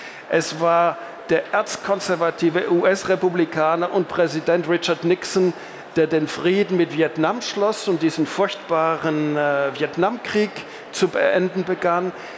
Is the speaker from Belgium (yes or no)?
no; Switzerland; bin ja Schweizer